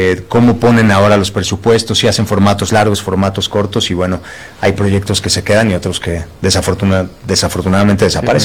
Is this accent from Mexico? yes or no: yes; Mexico; lo que somos como mexicanos